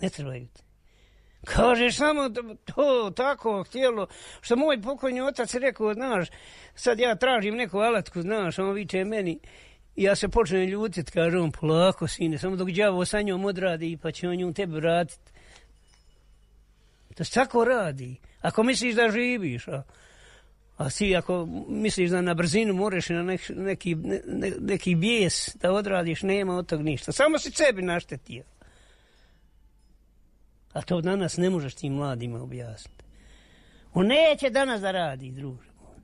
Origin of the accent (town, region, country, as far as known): Konjic, Federation of Bosnia and Herzegovina, Bosnia & Herzegovina; now in Višegrad, Bosnia and Herzegovina